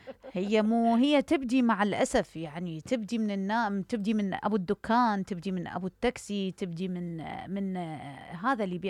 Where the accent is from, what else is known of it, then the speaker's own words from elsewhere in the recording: Baghdad, Baghdad Governorate, Iraq; من بغداد، متابع بانجور بس أنا ما مقابرك هاي فترة، ولأول مرة أتصل